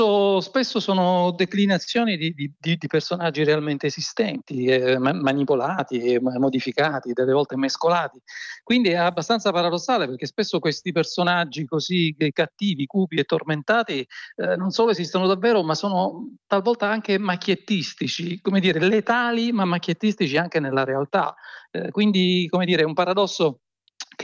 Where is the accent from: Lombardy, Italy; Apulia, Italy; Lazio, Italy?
Apulia, Italy